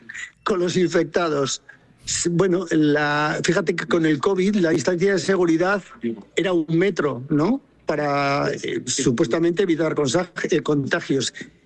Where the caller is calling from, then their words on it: Navarre, Spain; aquí en Navarra